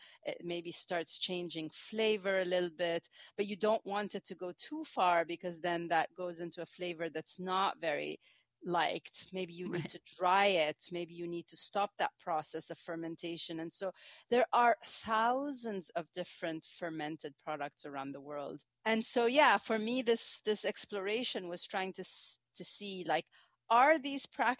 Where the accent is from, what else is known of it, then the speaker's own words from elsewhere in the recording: Egypt; now in United States; But my curiosity actually came from the fact that growing up, I come from Egypt. I knew that there were, a lot of different fermented products that exist in our culture. And I moved to the United States